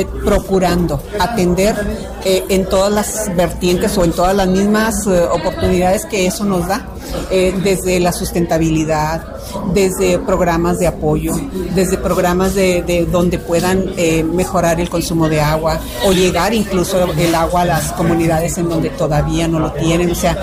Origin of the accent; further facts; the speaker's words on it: Durango, Mexico; Durango, a la orden.